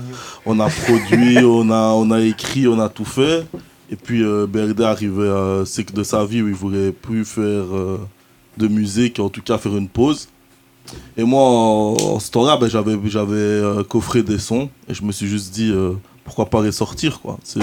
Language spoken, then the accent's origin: French; Verviers, Wallonia, Belgium; Je suis un artiste verviétois, depuis toujours. Je suis né à Verviers